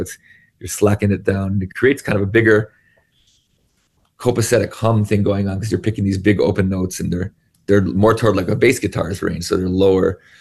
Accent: Honolulu, Hawaii, United States; moved away; But I was born and raised in Honolulu.

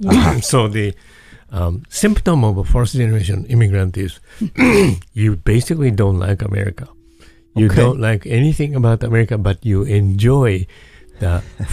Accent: Japan; now in Chicago, United States; I'm already spending more than half of my life in Chicago and I still have my parents in Japan

